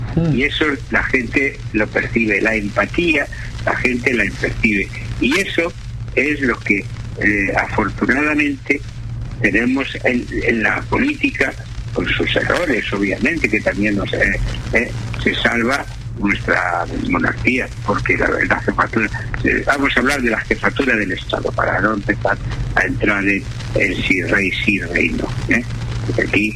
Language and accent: Spanish; Tarragona, Catalonia, Spain; born there; yo que nací en la Imperial Tarraco, que fue la primera capital de Roma, de la Hispania